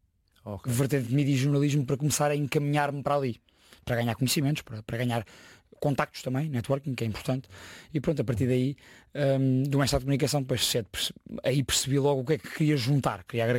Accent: Lisbon, Portugal; Eu sou da Margem Sul.

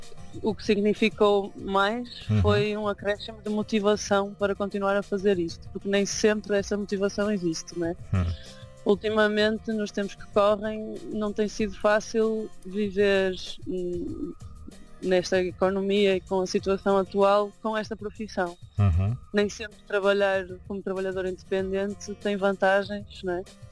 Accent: Porto, Norte, Portugal; Como sou do Porto também, e que trabalho maioritariamente no Porto

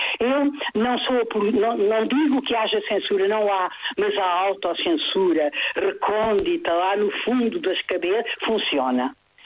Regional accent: Alentejo, Portugal; Eu sou alentejana, não é? E, portanto, no sítio onde eu nasci não havia universidades, nem sequer um liceu, havia colégios, não é? E depois eu tive que sair, não é, para poder fazer os diversos graus.

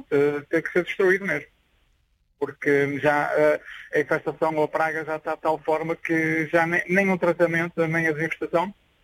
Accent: Vila Nova de Gaia, Porto, Portugal; Eu, Vila Nova de Gaia, Canelas.

